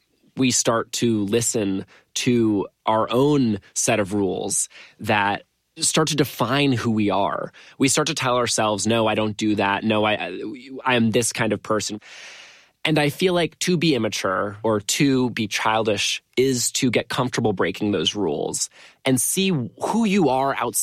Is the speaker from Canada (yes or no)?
no; London, United Kingdom; I'm from London.